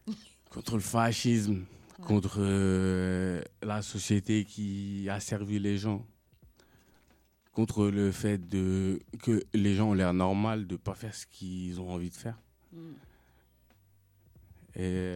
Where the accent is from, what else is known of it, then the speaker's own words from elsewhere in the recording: Algeria; Moi je suis algérien